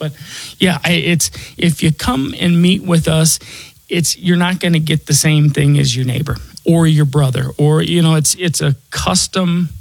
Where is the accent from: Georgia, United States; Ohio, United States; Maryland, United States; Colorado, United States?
Colorado, United States; Denver; I was born and raised here in Denver, and I've seen this city, this town, this state just blow up.